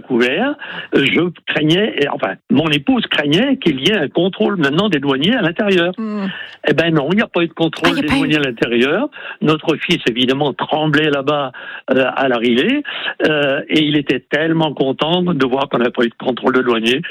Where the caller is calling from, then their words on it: Mauguio, Occitanie, France; Je suis à Moggio depuis 72, oui.